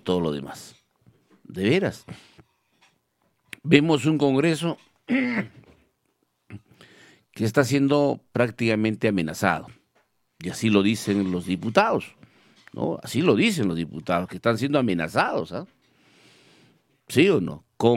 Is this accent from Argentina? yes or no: no; Villa Rica, Pasco, Peru; ¿Cómo amaneció mi pueblo querido de Villarrica, la tierra del café más fino del mundo?